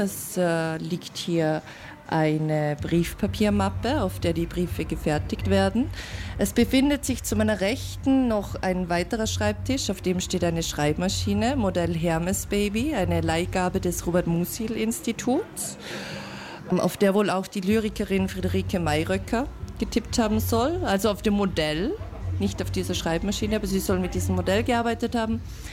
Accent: Vorarlberg, Austria; moved away; Ich widme mich Literatur und Kunst und komme ursprünglich aus Vorarlberg, bin zum ersten Mal in Klagenfurt

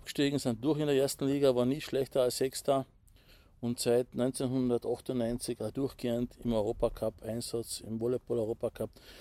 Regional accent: Bleiburg, Carinthia, Austria; Ich bin dann selber 87, 3 Jahre nach Klagenfurt gegangen, weil bei uns in Bleiburg das Ganze ja sehr unprofessionell war damals.

